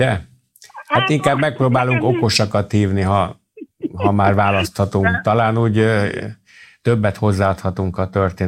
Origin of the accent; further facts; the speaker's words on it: Budapest, Hungary; Egyébként ott nőttem fel, valóban az Orbágyi út beletorkolik az Istenhegyibe.